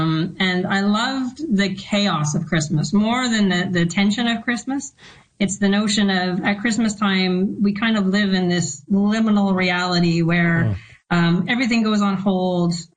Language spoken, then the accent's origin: English; Winnipeg, Manitoba, Canada; moved away as an adult; now in Ottawa, Canada; I'm originally from Winnipeg, and I have a lot of family in Thunder Bay